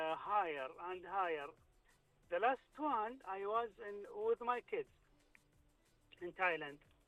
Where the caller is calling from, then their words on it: Riyadh, Riyadh Province, Saudi Arabia; English is a second language; I am in Riyadh. I am going back home now.